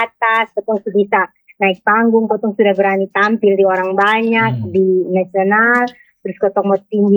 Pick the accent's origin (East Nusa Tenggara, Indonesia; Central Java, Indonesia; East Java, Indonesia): East Nusa Tenggara, Indonesia; Kupang; kita orang Kupang